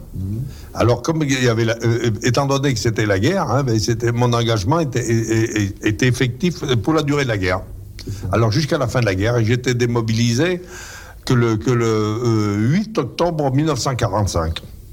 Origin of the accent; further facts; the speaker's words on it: Auvergne-Rhône-Alpes, France; J'aurais jamais cru que les Allemands fassent un massacre pareil dans notre coin, hein, chez nous